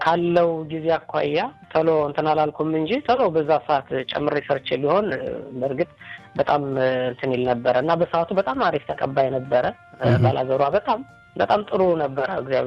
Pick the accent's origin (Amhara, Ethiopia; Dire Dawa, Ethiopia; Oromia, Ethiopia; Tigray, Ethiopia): Amhara, Ethiopia; born there; now in Gondar, Ethiopia; በእርግጥ የተወለድኩት ወደ ጎጃም አካባቢ ነው